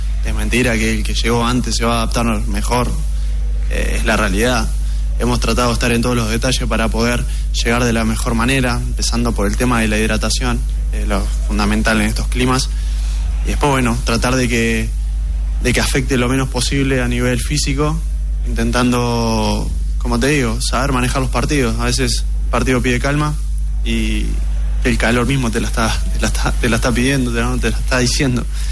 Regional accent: Uruguay

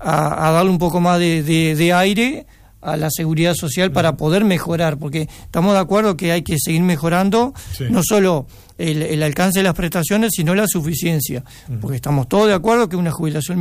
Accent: Soriano, Uruguay; Yo soy de Soriano y siempre pongo los mismos ejemplos. Yo soy de Soriano.

